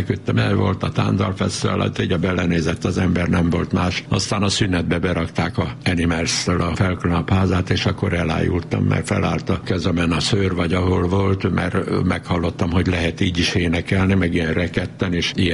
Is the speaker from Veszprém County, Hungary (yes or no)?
no; Budapest, Hungary; de én ragaszkodom Kőbányához. Itt vannak az emlékek, itt nőttem fel.